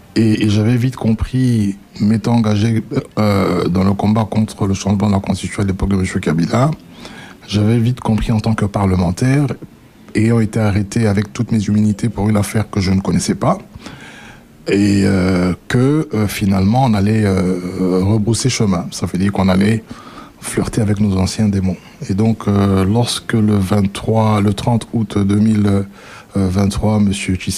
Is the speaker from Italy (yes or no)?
no; Brussels, Brussels-Capital Region, Belgium; born there; Je suis un Congolais, comme aiment le dire les gens de père et de mère, né en Belgique, mais de nationalité congolaise, parce que je n'ai jamais changé de nationalité.